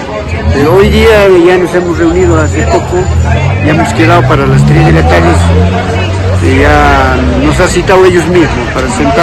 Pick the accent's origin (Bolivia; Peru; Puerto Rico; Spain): Peru; Mazamari, Junín; Vengo del distrito de Mazamari, soy de un centro poblado, se llama Santa Rosa de Viña del río Pangá. Soy alcalde de ese lugar.